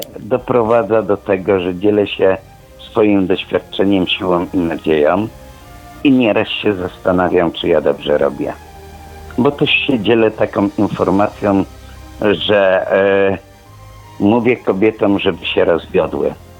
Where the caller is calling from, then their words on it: Zawiercie, Silesian Voivodeship, Poland; Jestem alkoholikiem, dzwonię z Zawiercia.